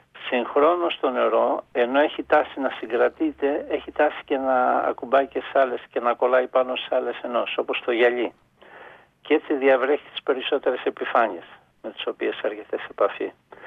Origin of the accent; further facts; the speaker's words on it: Kalamata, Peloponnese, Greece; εγώ είμαι από την Καλαμάτα και όταν ήμουν μικρός